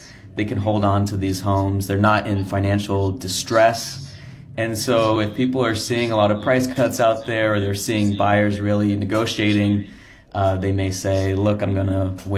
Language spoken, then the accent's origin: English; Austin, Texas, United States; I'm from Austin. We've seen that market really cool down.